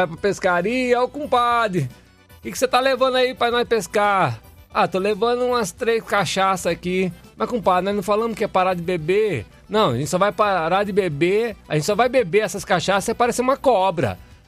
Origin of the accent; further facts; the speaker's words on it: Araras, São Paulo, Brazil; Vivi aí passeando em Leme quando ainda morava em Araras, aí na minha terra natal.